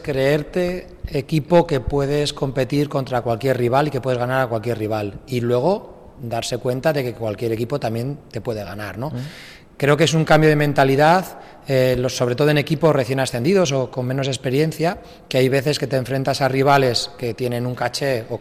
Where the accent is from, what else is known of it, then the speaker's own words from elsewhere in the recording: Logroño, La Rioja, Spain; Yo soy muy riojano, muy logroñés